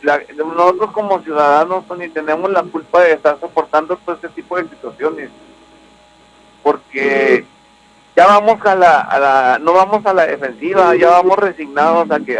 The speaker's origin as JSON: {"language": "Spanish", "town": "Valle de Juárez", "region": "Chihuahua", "country": "Mexico", "tie": "born or raised there", "said": "yo soy vallejuarense 100%, yo nací en el Valle de Juárez y pago mis impuestos mexicanos y pago impuestos americanos"}